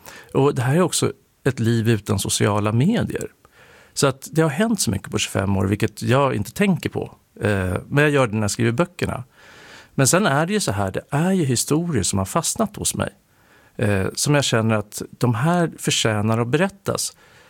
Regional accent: Nyköping, Södermanland, Sweden; moved away; Jag är från Nyköping så jag har dammat av några gamla Nyköpingsuttryck till och med.

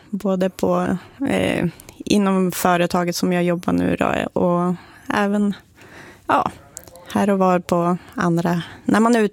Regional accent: Västernorrland County, Sweden; born there; Men när man blir lite äldre, man inser hur bra det var där ändå i Ljusstorp.

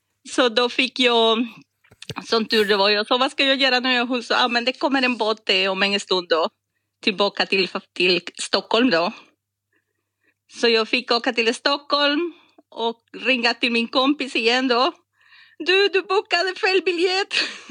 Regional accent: Costa Rica; Swedish is a second language; also born or lived in Poland; Jag kommer från Costa Rica.

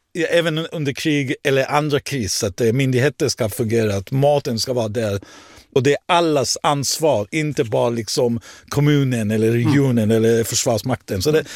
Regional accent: Israel; Swedish is a second language; där jag kommer ifrån, Israel, så är det krig hela tiden.

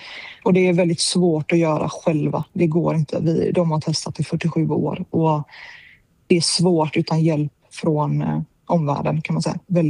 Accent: Sweden; Jag är ju även iransk medborgare och på pass då. Jag är ju född upp i Sverige

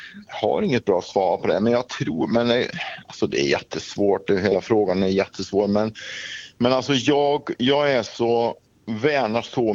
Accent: Russia; Swedish is a second language; Jag tror att man har alldeles fel propaganda hemma i Ryssland när man är stängd från omvärlden och man har inte rätt värderingar på saker och ting.

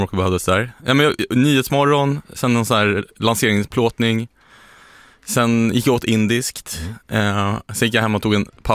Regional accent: Stockholm, Stockholm County, Sweden; som svensk och som stockholmare

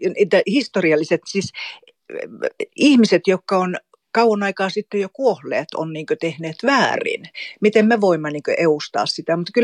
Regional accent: Kolari, Lapland, Finland; now in Kaunisvaara, Sweden; Mä olen Torniolaaksosta. Mulla on juuria Suomen ja Ruotin puolella. Itse mä olen kasunut sitten niin Suomen puolella Torniolaaksossa Kolarissa. Ja tällä hetkellä mä asun Kaunisvaarassa.

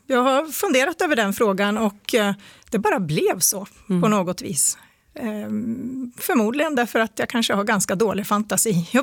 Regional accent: Jämtland County, Sweden; Jag är delvis uppvuxen i Härjedalen. Min familj hade en liten stuga i Tännäs som inte ligger så många mil ifrån Vemdalen.

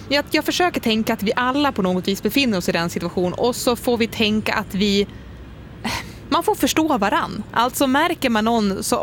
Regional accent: Sweden; vi är fortfarande svenskar

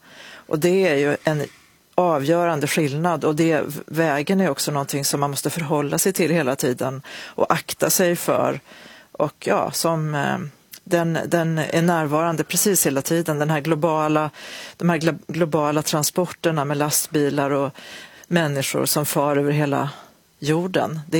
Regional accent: Osebol, Värmland, Sweden; Och när jag gick från Karlstad till Osebol, där jag växte upp

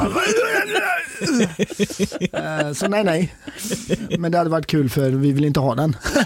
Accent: Sweden; jag växte upp på Dalaberg på 90-talet.

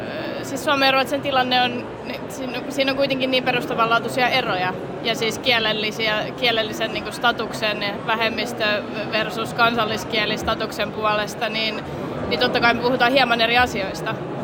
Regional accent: Lahti, Päijät-Häme, Finland; moved away as an adult; also born or lived in Gothenburg, Sweden; now in Helsinki, Finland; kotikaupunkini on Hollola kautta Lahti, mutta Helsinkiin olen palannut kyllä ja Suomeen. Että 10 vuotta tuli Göteborgissa vietetty aikaa

